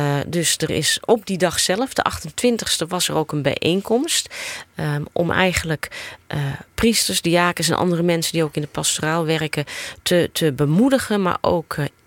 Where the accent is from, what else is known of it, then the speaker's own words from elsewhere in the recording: Amsterdam, North Holland, Netherlands; Ik woonde zeg maar op letterlijk een steenworp afstand van de kerk. Dan ben ik ook opgegroeid in Amsterdam.